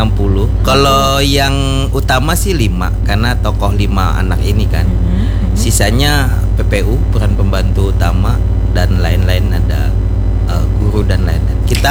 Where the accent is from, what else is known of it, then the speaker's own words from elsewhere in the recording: South Kalimantan, Indonesia; saya sendiri orang Banua ibaratnya